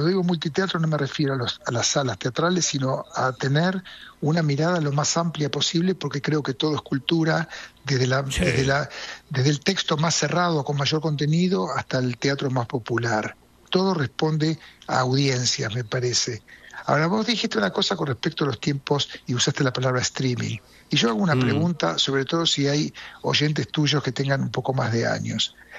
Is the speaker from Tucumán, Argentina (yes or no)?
no; Buenos Aires, Argentina; born there; Recién en la comida le dije a Jorge Suárez, yo nací en Mataderos.